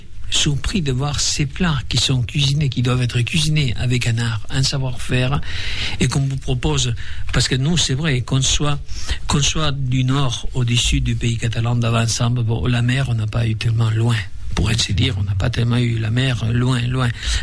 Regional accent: Aragon, Spain; jo que sóc de la Franja de Ponent, sí.

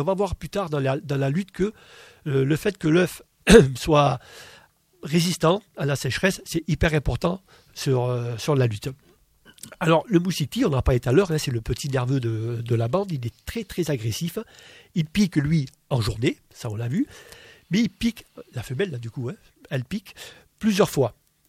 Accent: Provence-Alpes-Côte d'Azur, France; on appelle ça en Provence, je suis provençal, les arabis

